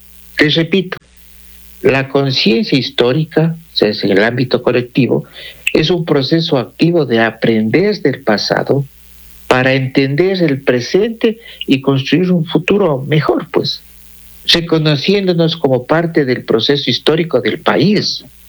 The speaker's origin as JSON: {"language": "Spanish", "country": "Ecuador", "said": "Nos identificamos como ecuatorianos ahí."}